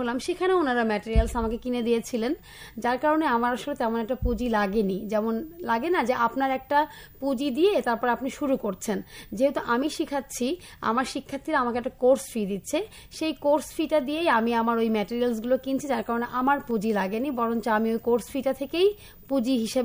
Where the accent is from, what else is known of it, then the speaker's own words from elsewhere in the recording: Rajshahi, Rajshahi Division, Bangladesh; যেহেতু আমি রাজশাহীতে বড় হয়েছি, বলতে গেলে গ্রামই, রাজশাহীতে বড় হয়েছি